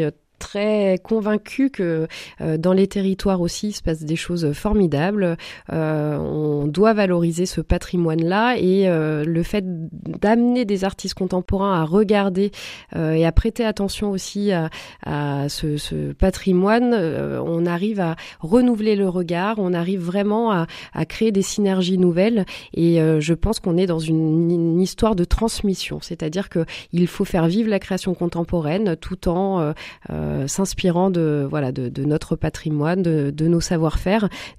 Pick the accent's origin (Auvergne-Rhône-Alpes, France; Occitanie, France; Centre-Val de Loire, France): Auvergne-Rhône-Alpes, France; Je suis originaire de l'Ain, même si je travaille à Lyon